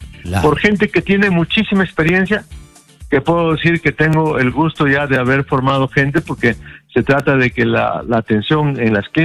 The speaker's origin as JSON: {"language": "Spanish", "region": "Cajamarca", "country": "Peru", "moved": "yes", "lives_now": "Lima, Peru", "said": "Yo en este momento me encuentro en la ciudad de Cajamarca, en mi tierra"}